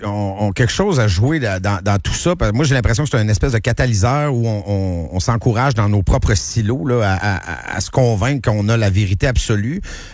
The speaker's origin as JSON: {"language": "French", "region": "Quebec", "country": "Canada", "said": "Moi, je viens du début des années 80, donc l'ère très PQ, très nationaliste, très nous sommes Québécois"}